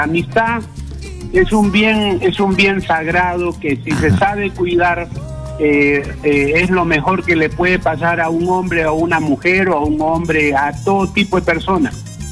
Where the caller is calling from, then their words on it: Lima, Peru; De acá, de Lima.